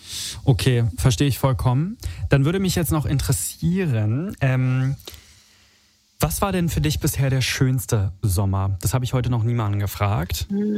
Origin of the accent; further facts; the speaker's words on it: Italy; moved away; ich komme aus Italien und ich war auch schon ewig nicht mehr dort.